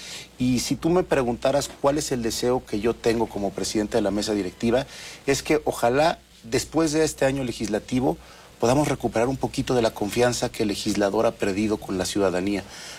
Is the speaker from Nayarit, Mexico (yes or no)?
no; Oaxaca, Mexico